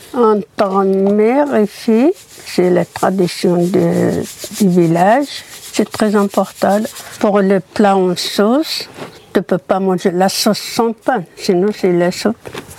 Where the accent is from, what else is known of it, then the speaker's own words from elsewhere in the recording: Morocco; moved away; Je viens du Maroc, dans un village berbère, dans les montagnes. Ni l'eau, ni l'électricité. Il n'y avait pas de boulanger avant. Chaque femme fabrique son pain elle-même.